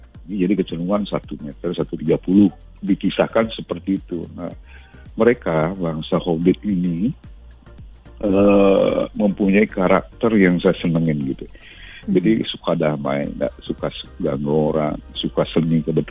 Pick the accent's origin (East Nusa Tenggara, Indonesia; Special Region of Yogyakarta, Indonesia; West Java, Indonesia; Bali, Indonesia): Bali, Indonesia; Banjar, Buleleng; desa kami, tepatnya di Desa Pedawa, Kecamatan Banjar, Kabupaten Buleleng